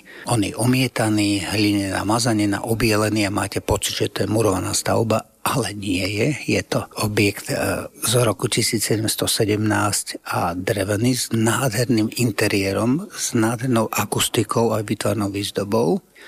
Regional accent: Istebné, Žilina Region, Slovakia; Ja som z Oravy, z Istebného, kde je artikulárny kostol

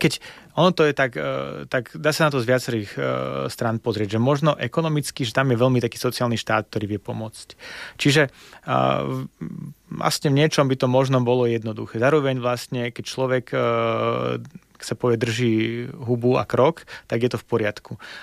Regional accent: Belarus; Slovak is a second language; now in Slovakia; trochu cudzie, že ja sa hlásim k tomu, že som Bielorus. Vždy, keď tam prídem, tak je tam trošku nostalgia, ale zároveň sa necítim ako súčasť tej rodiny, toho národa, že skôr som doma na Slovensku.

